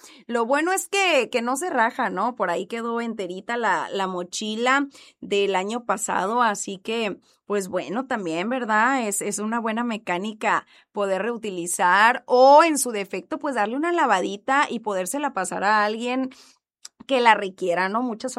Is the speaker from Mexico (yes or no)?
yes; Mexico